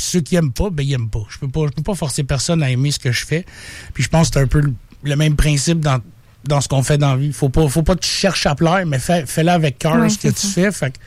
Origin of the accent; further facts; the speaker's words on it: Quebec, Canada; J'étais un petit gars de la Rive-Sud, j'ai grandi dans un environnement musical